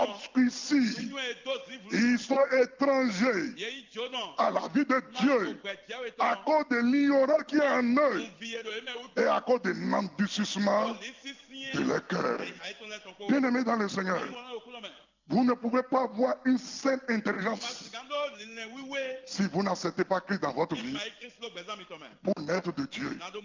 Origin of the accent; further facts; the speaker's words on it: Benin; En tant que Béninois